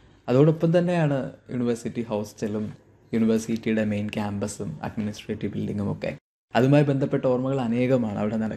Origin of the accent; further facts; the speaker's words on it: Thiruvananthapuram, Kerala, India; തിരുവനന്തപുരം സ്വദേശിയാണ്.